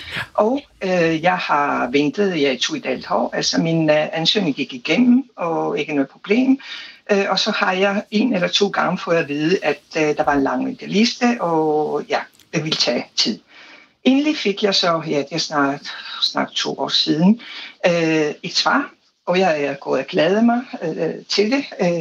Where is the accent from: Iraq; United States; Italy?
Italy; Jeg stammer fra Italien.